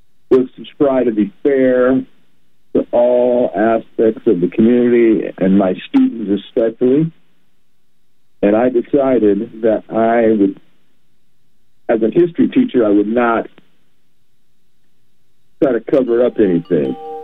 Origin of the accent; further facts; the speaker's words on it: Berkeley, California, United States; Well, what happened to me was I was from Berkeley, California.